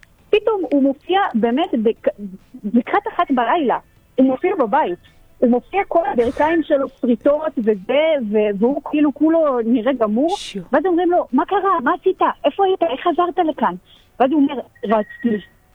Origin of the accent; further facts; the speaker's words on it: Yavne, Central District, Israel; הוא רוצה להוציא גימלים, אנחנו מיבנה, והביקור רופא הקרוב היה באשדוד.